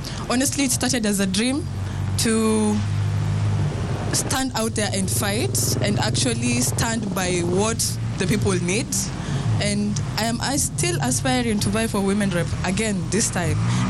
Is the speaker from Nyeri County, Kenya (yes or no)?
yes; Nyeri County, Kenya; like my ward, I come from Agodhi Gaki.